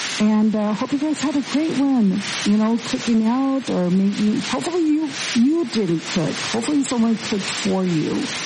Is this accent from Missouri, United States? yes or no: no; Mammoth, Arizona, United States; moved away; I was over in my hometown in Mammoth, Arizona.